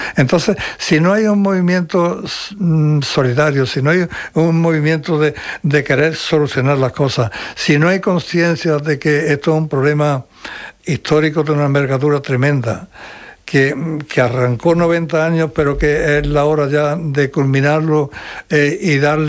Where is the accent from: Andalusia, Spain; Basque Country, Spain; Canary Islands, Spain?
Andalusia, Spain; Córdoba; Yo como cordobés de toda mi vida, he desarrollado toda mi vida trabajando en Córdoba